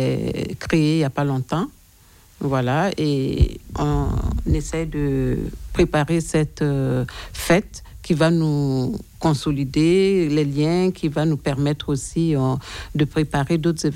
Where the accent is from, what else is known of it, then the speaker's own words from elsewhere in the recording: Burkina Faso; now in Laval, France; même en tant que Burkinabé, on est français aussi